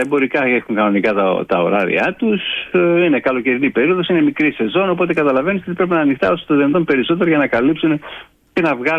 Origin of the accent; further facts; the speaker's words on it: Drakes, North Aegean, Greece; Καταγωγή είμαι από τις Δράχες, μένω στον Άγιο Κύρικο, έχω καταγωγή από τη Δυτική Ικαρία